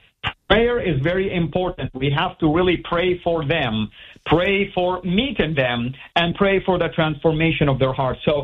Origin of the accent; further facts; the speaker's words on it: Saudi Arabia; Everybody there knew I'm still a Muslim. I'm from Saudi.